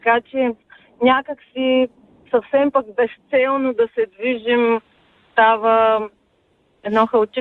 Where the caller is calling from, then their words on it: Gabrovo, Gabrovo Province, Bulgaria; съм от Габрово.